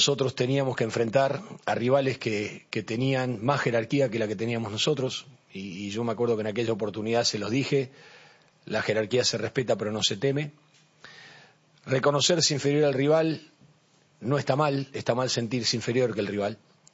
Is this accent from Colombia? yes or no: no; Argentina; Le digo, miren, yo le voy a decir una cosa como argentino, no como técnico de la selección paraguaya.